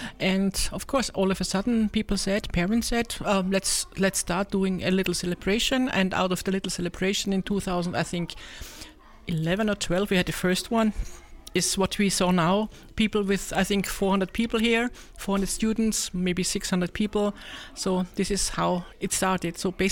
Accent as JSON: {"language": "English", "country": "Austria", "also_born_or_lived": "Indonesia", "moved": "as an adult", "said": "So I'm from Austria. I'm a mom of 4 adults. I'm a grandma of 8. I lived in Indonesia for 5 years with my husband."}